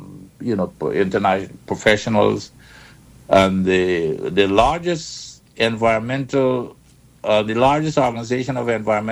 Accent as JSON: {"language": "English", "town": "Linden", "region": "Upper Demerara-Berbice", "country": "Guyana", "moved": "yes", "lives_now": "United States", "said": "I'm from Linden, Christianborg"}